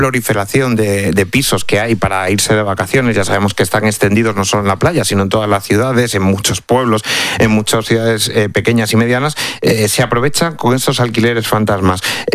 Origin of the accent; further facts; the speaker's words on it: Cáceres, Extremadura, Spain; Yo, por ejemplo, que soy de Cáceres, que soy de Extremadura, claro, pues evidentemente lo sé